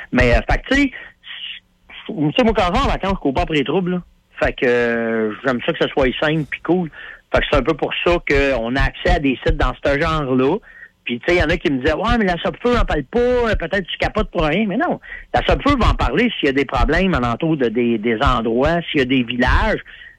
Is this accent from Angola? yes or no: no; Canada; Tu sais, je disais, ben, je viens du Canada.